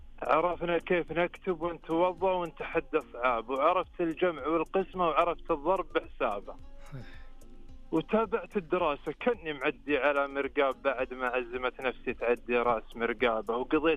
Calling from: Khafji, Eastern Province, Saudi Arabia; انا من الخفجي طال عمرك.

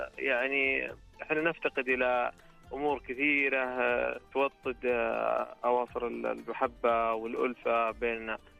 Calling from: Mecca, Makkah Province, Saudi Arabia; كلمك والله من اطهر بقاع الارض اللي لقيتها قبل شوي، مكه.

